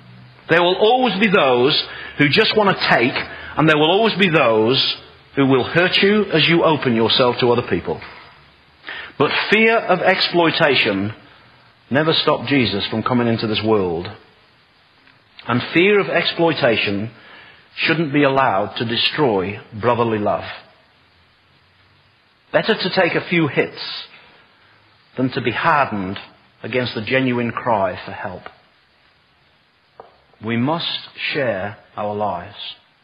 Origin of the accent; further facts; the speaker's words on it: United Kingdom; I'm typical British. My home is my castle, thank you very much.